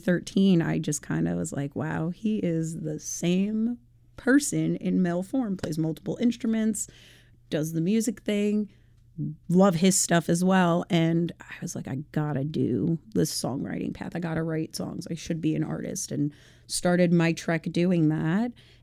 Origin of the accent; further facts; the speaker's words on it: Holbrook, New York, United States; moved away; I am a New Yorker, indeed. I'm from Long Island, which the east end of Long Island, Holbrook. And I love the beaches, love everything about it. Growing up, it's still a little rural compared to a small town, but still it's a wonderful experience.